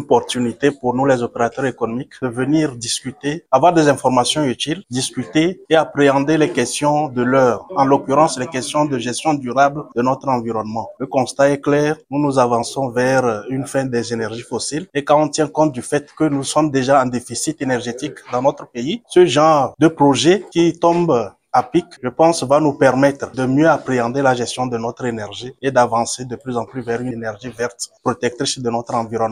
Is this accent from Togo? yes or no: yes; Togo; aimerait s'installer chez nous au Togo.